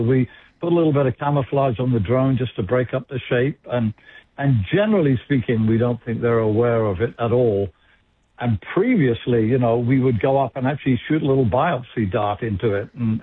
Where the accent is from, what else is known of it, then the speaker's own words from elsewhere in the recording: United Kingdom; now in Massachusetts, United States; Actually, even though I live in Massachusetts, I'm a Brit